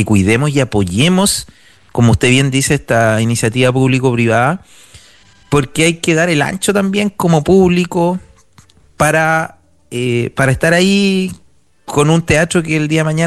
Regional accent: Valparaíso, Chile; Es que yo soy más porteño portaliano que porteño hippie.

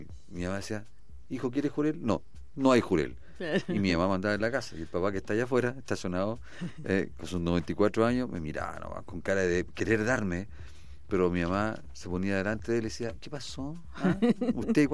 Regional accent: Chile; uno no está acostumbrado, honestamente, como chileno, a comer algo que está preparado de un mes en el congelador.

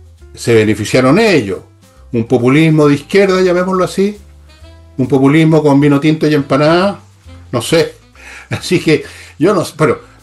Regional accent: Chile; yo que también soy ciudadano chileno

